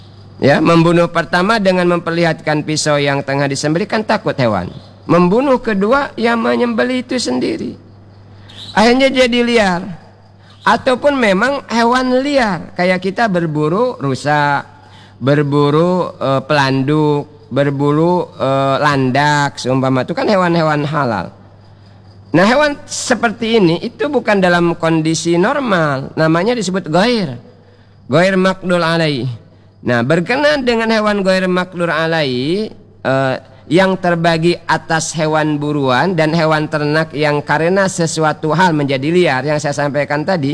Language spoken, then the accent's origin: Indonesian; Bangka Belitung Islands, Indonesia; kalau pakai pisau bisa terputus kuteng, kata kita orang Bangka.